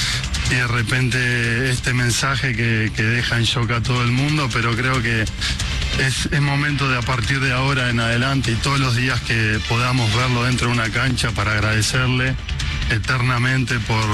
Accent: Argentina; tenemos que ser unos agradecidos como argentinos

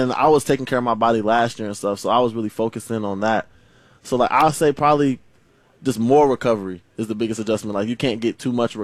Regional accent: Louisville, Kentucky, United States; Louisville, Kentucky.

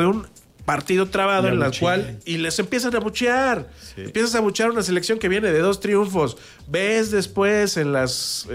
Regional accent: Mexico

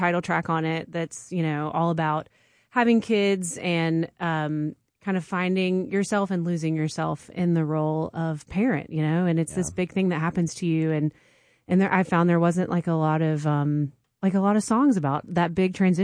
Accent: Mississippi, United States; moved away as an adult; also born or lived in Nashville / London; now in Chattanooga, United States; So I grew up in South Mississippi

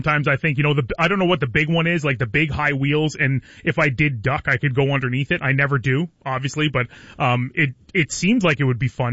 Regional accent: Belle River, Ontario, Canada; I am a county kid. I grew up in Pewson in Bell River

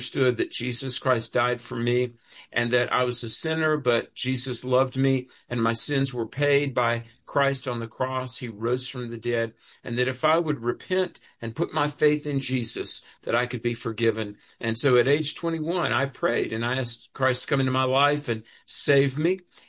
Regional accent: the South, United States; And I grew up in the South. They often call it the Bible Belt. And there is seemingly a church on every corner.

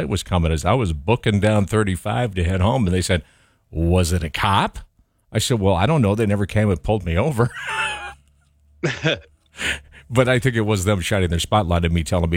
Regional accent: Minnesota, United States; I don't remember that growing up in Minnesota at all, unless I just didn't know it.

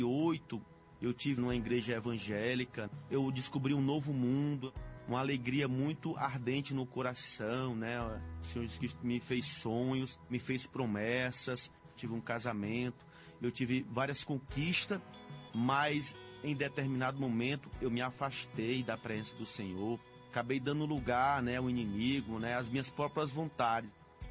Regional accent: Ceará, Brazil; sou do Ceará.

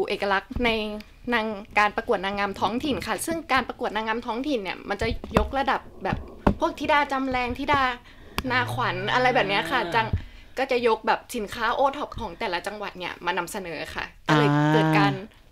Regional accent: Isan, Thailand; ใช่ค่ะเพราะหนูอยากหยิบยกความเป็นอีสานในตัวหนูเพราะว่าหนู proud to present ในบ้านเกิดตัวเองมาก

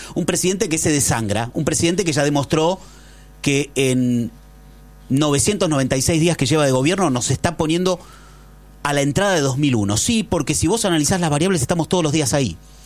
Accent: Argentina; somos todos argentinos que laburamos

